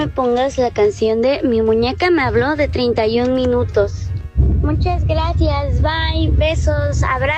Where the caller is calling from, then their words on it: Mexican Caribbean, Mexico; Reportándote desde el Caribe mexicano.